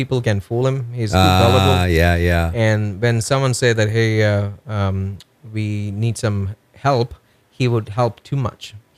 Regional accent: India; moved away; I come from India

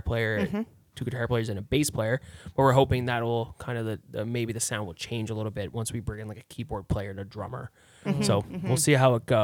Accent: East Coast, Canada; now in Yukon, Canada; I'm from the East Coast originally, but the Yukon has a very big special spot in my heart that'll never go away.

